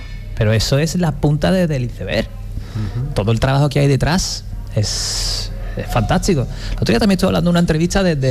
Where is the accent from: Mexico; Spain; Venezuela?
Spain; Cádiz, Andalusia; le dije que soy de Cádiz.